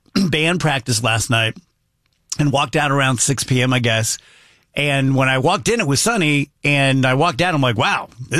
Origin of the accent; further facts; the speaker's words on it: South Roxana, Illinois, United States; Because I'm from South Roxana, that's how. It wasn't fancy. It was Hoosier.